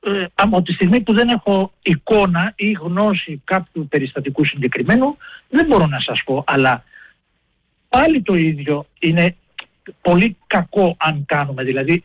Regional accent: Greece; πόσο μάλλον εμάς που είμαι Έλληνας τσιγκάνος και δεν θέλω να κρύβω πάρα πολλοί άνθρωποι, χιλιάδες άνθρωποι στην Ελλάδα, το ότι είμαστε Έλληνες τσιγκάνοι, κάτι για το οποίο αισθανόμαστε υπερήφανοι, γιατί ήρθαμε το 1920 οι παππούδες

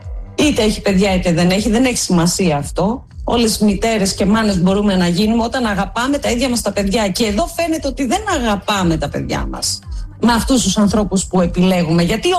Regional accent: Greece; σαν μια Ελληνίδα μάνα

